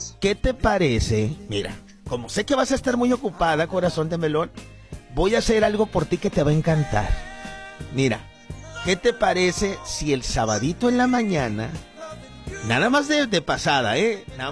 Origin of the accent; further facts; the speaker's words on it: Badiraguato, Sinaloa, Mexico; Badiraguato, yo soy de Badiraguato.